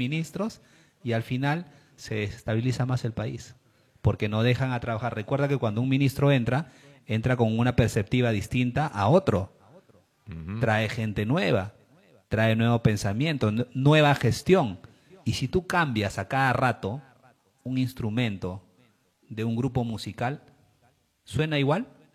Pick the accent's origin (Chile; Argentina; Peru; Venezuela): Peru; nos ha preocupado como peruanos